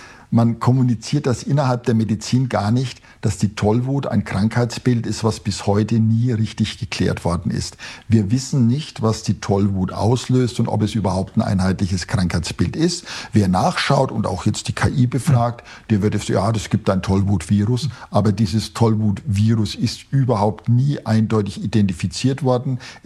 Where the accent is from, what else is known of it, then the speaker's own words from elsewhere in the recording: West Germany, Germany; Ich bin ja im Westen zwar aufgewachsen, aber wir hatten das ja auch in meiner Kindheit.